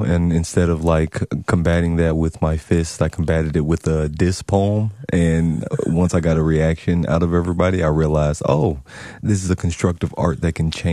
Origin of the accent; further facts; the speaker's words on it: Louisville, Kentucky, United States; I tell them, well … I'm from Louisville, Kentucky.